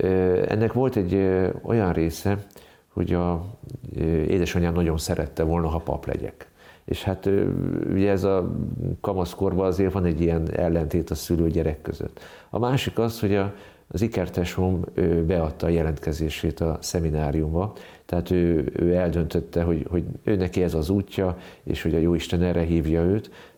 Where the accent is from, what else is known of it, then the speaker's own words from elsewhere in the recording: Budapest, Hungary; Én Budapesten, Zuglóba születtem. Egy 9 gyermekes család legkisebb tagja vagyok. Méghozzá van egy ikertestvérem is. És együtt nőttünk föl. Igazából a Bosnyák tér volt a bázis.